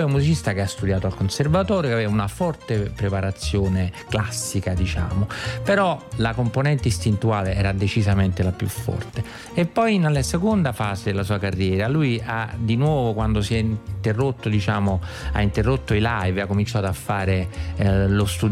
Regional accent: Naples, Campania, Italy; sono sicuramente napoletano, mio padre è napoletano, però c'ho sto cognome che è un po' tedesco, un po' ungarico, che tradirebbe le origini, ma invece sono di Napoli.

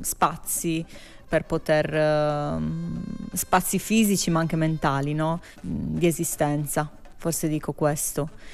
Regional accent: Iglesias, Sardinia, Italy; now in Cagliari, Italy; io sono cresciuta ad Iglesias, quindi sicuramente il tema della marginalità mi è molto caro.

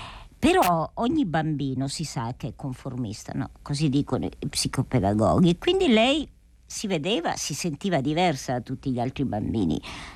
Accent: Calabria, Italy; Io sono meridionale, sono calabrese

